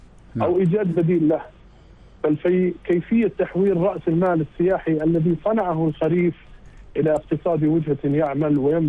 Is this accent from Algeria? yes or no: no; Saudi Arabia; أنا كسعودي وخليجي